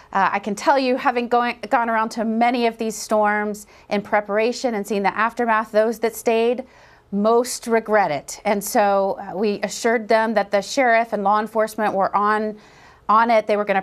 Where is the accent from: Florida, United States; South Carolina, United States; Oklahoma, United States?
Florida, United States; I'm born and raised in Florida.